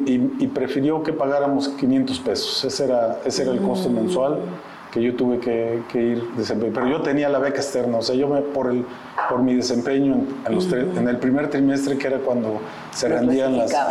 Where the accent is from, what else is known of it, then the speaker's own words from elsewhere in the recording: Reynosa, Tamaulipas, Mexico; Bueno, pues soy originario del estado de Tamaulipas, específicamente de la ciudad de Reynosa. Soy el tercero de 7 hermanos, los 3 primeros de Reynosa